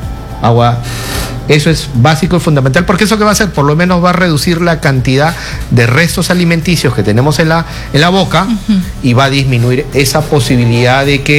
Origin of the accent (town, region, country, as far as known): Peru